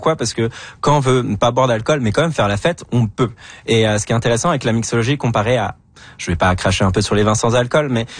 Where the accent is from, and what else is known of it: France